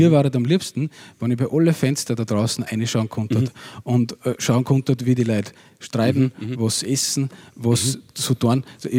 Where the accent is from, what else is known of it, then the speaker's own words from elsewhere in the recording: Upper Austria, Austria; Also bei uns im Innviertel gibt es die Liedertafel.